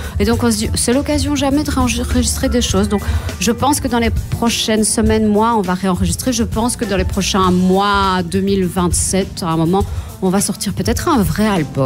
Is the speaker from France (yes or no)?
no; Saint-Léger, Wallonia, Belgium; On joue dans mon fief, de là où je suis originaire, en Gaume, le 2 octobre. Ouais, 2 octobre à Saint-Léger. C'est vraiment mon patelin de naissance.